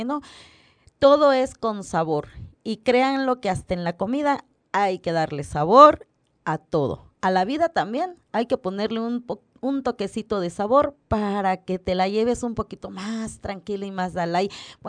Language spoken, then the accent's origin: Spanish; Guerrero, Mexico; somos guerrerenses, no debemos de negarlo, somos guerrerenses.